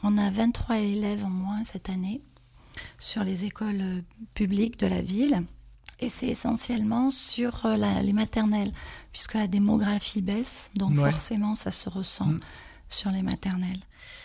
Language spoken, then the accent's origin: French; Auvergne-Rhône-Alpes, France; also born or lived in Vals-les-Bains; Et Ardéchoise, bien sûr. J'habite au Benat depuis 38 ans et avant, j'habitais Vals-les-Bains, c'est pas très loin.